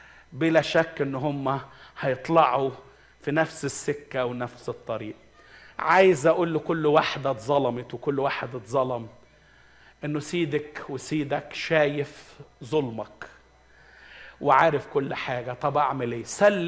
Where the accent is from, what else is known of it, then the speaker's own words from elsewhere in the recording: Egypt; عندنا في مصر